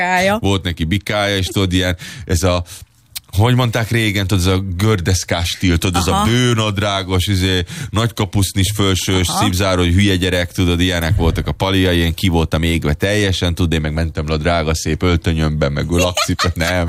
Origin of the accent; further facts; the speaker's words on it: Budapest, Hungary; born there; also born or lived in Germany; én egy újpesti fenegyerek vagyok, ugye ott is nőttem fel